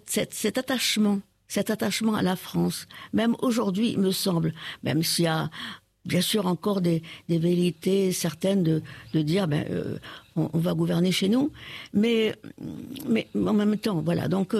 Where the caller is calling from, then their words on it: Réunion; moi, je suis née française et j'aimerais bien mourir française, voilà. Je suis réunionnaise et je le renie pas. Mes ancêtres sont sont venus d'ailleurs, comme tous les habitants de La Réunion d'ailleurs.